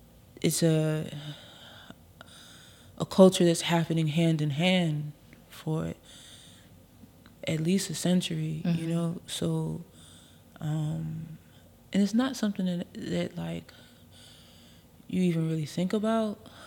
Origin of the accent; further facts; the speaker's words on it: New York City, New York, United States; I'm from New York